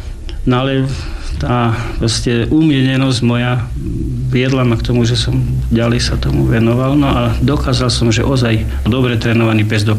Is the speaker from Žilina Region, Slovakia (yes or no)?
no; Veľká Lomnica, Prešov Region, Slovakia; narodil som sa tu pod Tatrami